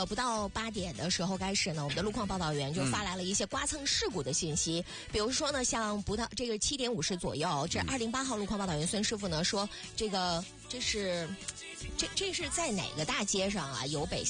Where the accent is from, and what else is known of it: Yanbian, Jilin, China